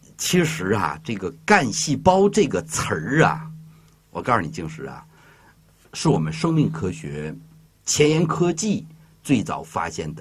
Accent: Northeast China, China; 因为我是东北人嘛，我们东北有一个字儿

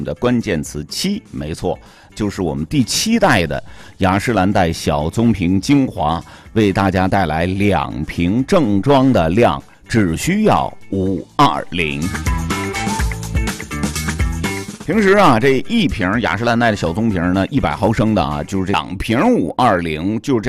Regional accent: Jinzhou, Liaoning, China; 咱们锦州的老乡

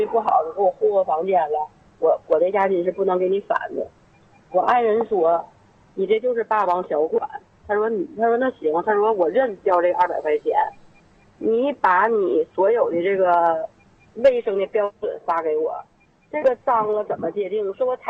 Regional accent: Anshan, Liaoning, China; 辽宁鞍山。

